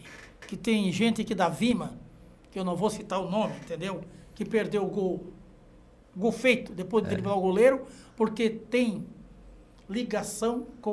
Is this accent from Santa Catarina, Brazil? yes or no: yes; Penha, Santa Catarina, Brazil; eu até irei, mas não irei com o coração como eu iria, coração aberto, torcendo para a minha terra natal.